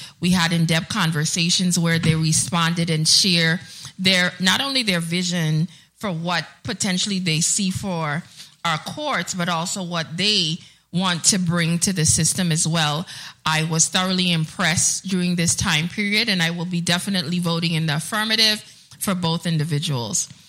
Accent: U.S. Virgin Islands; there's a spot in the Caribbean called the Virgin Islands, and we are all proud Virgin Islanders.

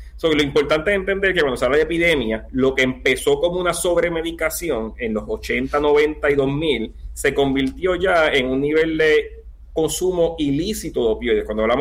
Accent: Puerto Rico

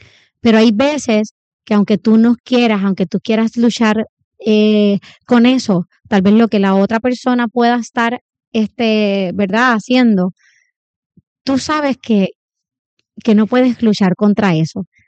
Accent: Guayama, Puerto Rico; yo soy natural de Guayama

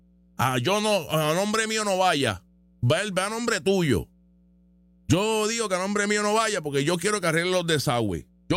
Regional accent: Puerto Rico; Y me siento igual de puertorriqueño que el más zurdo.

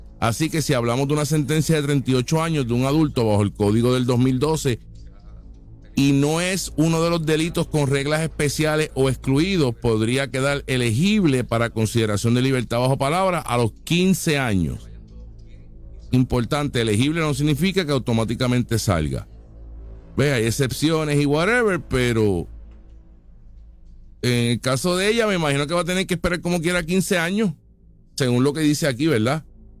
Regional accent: Aibonito, Puerto Rico; en mi pueblo de Ay Bonito, en mi hermoso pueblo de Ay Bonito

